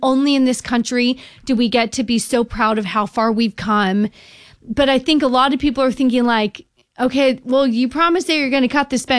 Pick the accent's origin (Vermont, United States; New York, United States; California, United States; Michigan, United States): New York, United States; my hometown of New York.